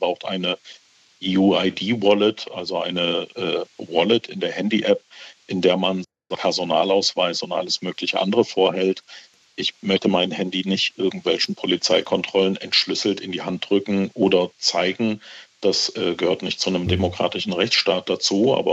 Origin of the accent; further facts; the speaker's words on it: Germany; ich eben als Deutscher